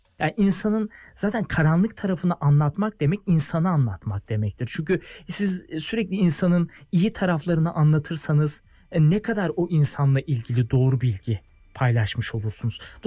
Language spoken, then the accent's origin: Turkish; Istanbul, Turkey; ben de Beyoğlu'luyum. Yani doğma büyüme.